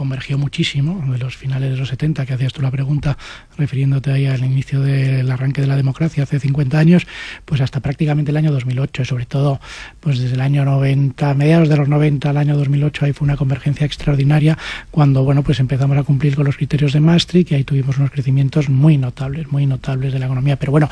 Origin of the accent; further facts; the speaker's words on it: Spain; porque los españoles no hace falta que nos toquen las palmas para comprarnos una casa